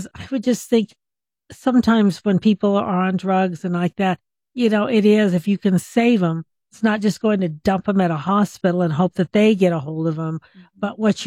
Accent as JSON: {"language": "English", "town": "Albuquerque", "region": "New Mexico", "country": "United States", "tie": "born or raised there", "said": "I grew up here in Albuquerque"}